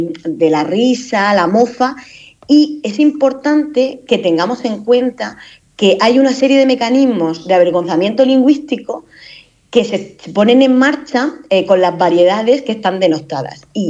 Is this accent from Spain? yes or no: yes; Cartagena, Region of Murcia, Spain; born there; accent: Murcian; yo soy murciana, de hecho, nací en Cartagena, soy hablante murciana e intento hablar pues como hablo siempre.